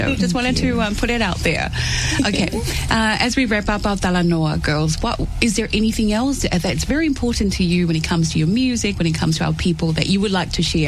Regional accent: Tonga; now in New Zealand; I grew up in Tonga, but I didn't try it until I came here to New Zealand.

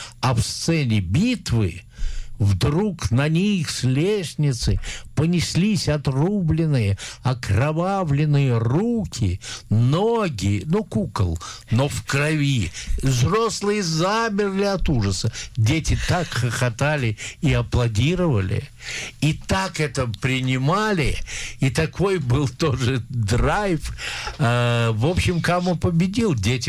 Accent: Moscow, Russia; Я внутренне спорил, как москвич, а он петербуржец

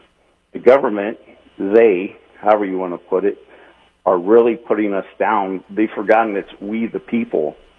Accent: Salinas, California, United States; I'm 66 years old. I'm born and raised in Salinas

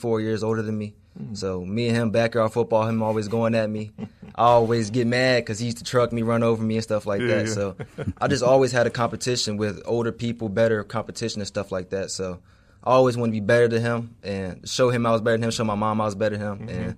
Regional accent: Richmond, Virginia, United States; Well, I'm from Richmond, Virginia. I went to school at Manchester High School, and I grew up in a single household

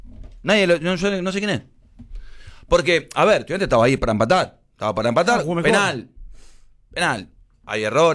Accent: Lanús, Buenos Aires Province, Argentina; Primero que no soy porteño, nací en Lanús y viví 30 y pico años. Soy bonaerense y venir a la capital para mí era todo un trastorno.

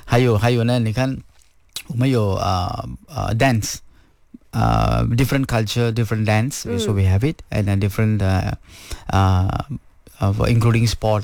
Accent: Malaysia; So this is a great strength of how we Malaysians live together.

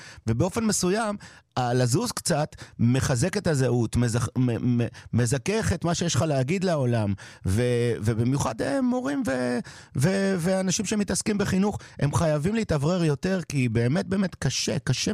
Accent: Sderot, Southern District, Israel; אנחנו מסדרות

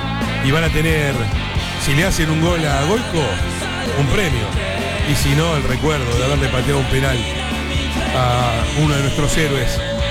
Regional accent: Argentina; somos millones los argentinos

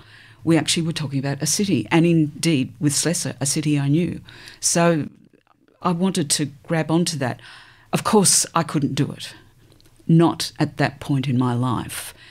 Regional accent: Sydney, New South Wales, Australia; now in Adelaide, Australia; Well, I was born and grew up in Sydney. So in some ways I'm still a Sydney kid, although I'm also an Adelaide adult, so shall we say.

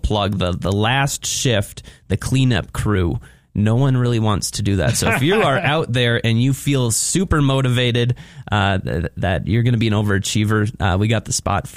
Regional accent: Fargo, North Dakota, United States; Originally from Fargo, Moorhead.

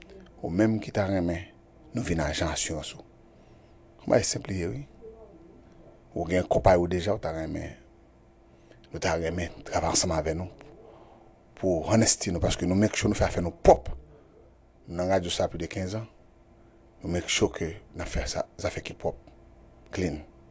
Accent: Haiti; Moi, je suis haïtien, supporter la côte, mais si je n'ai pas haïtien, je n'ai toujours rien. Moi-même, je suis haïtien, 100%.

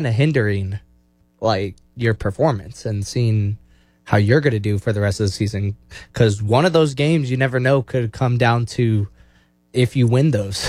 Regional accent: New Mexico, United States; And they're like, where are you from? And we're like, New Mexico.

